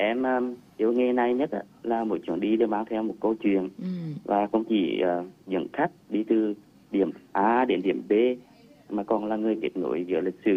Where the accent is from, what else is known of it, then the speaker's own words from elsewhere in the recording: Quảng Trị, Vietnam; em là một người con ở Quảng Trị